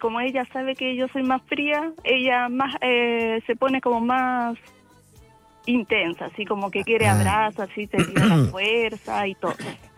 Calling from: Quilicura, Santiago Metropolitan Region, Chile; Llamo desde Quilicura.

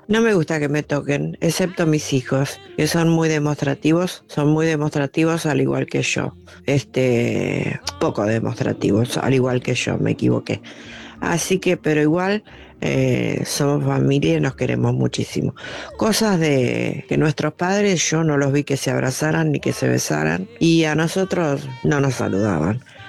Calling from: Ituzaingó, Buenos Aires Province, Argentina; de Ituzaingó.

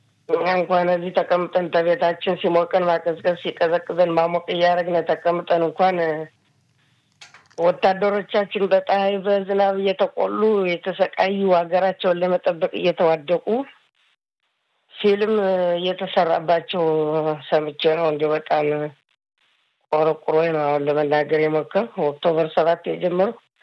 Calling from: Beersheba, Southern District, Israel

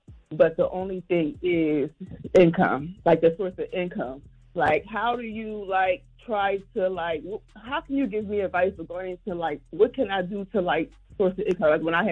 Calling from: New Jersey, United States; Like Atlantic City, but a little outside of Atlantic City.

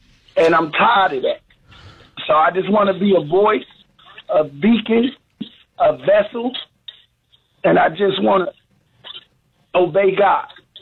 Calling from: Cleveland, Ohio, United States; I'm from the Cleveland area. I'm in the backwoods.

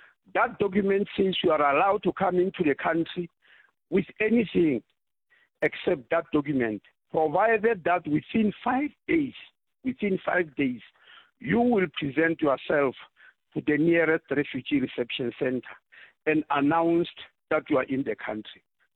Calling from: South Africa; I'm really just phoning as a South African

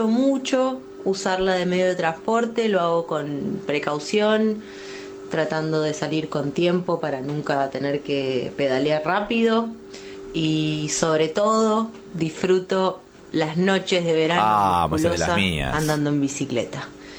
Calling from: Buenos Aires, Argentina; de Floresta.

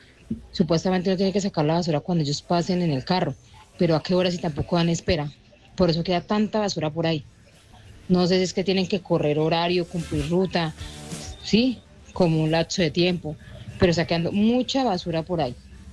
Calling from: Colombia; Yo vivo aquí en el Jardín Santander, por acá por los frente del conjunto de reservas

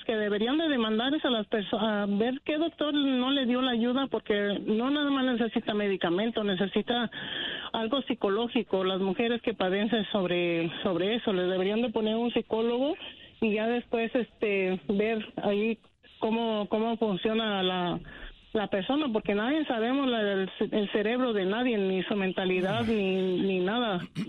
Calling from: United States; hablo mi español así, pero así como hablo el español, hablo en inglés, porque yo soy ciudadana americana y yo vivo aquí en los Estados Unidos.

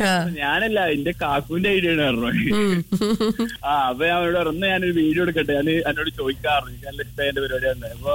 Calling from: Perinthalmanna, Kerala, India; Malappuram Perinthalmanna.

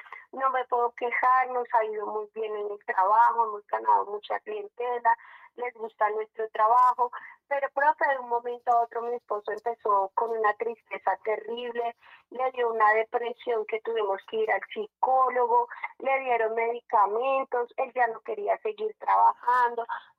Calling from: Bogotá, Colombia; lo estoy llamando desde acá, desde Bogotá, desde el barrio Quiroga.

